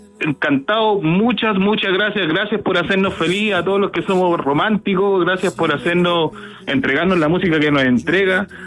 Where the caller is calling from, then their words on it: Renca, Santiago Metropolitan Region, Chile; Yo vivo en Renca.